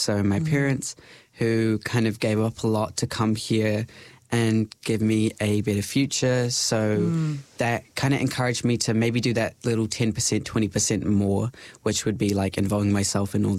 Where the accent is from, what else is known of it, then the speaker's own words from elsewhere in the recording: Christchurch, Canterbury, New Zealand; moved away as an adult; now in Dunedin, New Zealand; so my family is like ethnically Indian. I was born and raised in Christchurch, moved down to Dunedin a few years back.